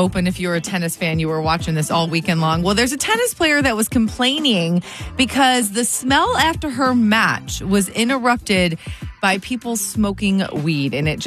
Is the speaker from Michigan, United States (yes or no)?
yes; Ann Arbor, Michigan, United States; in Ann Arbor in my hometown.